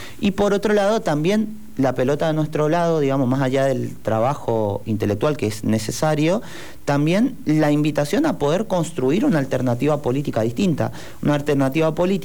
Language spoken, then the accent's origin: Spanish; Candelaria, Misiones, Argentina; yo soy de Candelaria, o sea, desde lo que sería a la altura de Ruta 12, mano derecha.